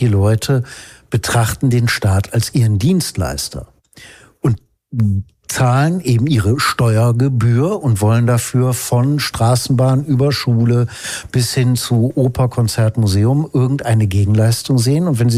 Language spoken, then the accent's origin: German; North Rhine-Westphalia, Germany; Ich komme ja aus dem Ruhrgebiet